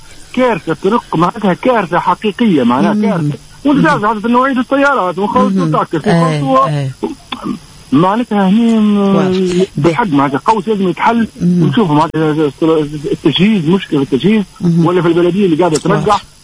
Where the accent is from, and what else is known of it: Tunisia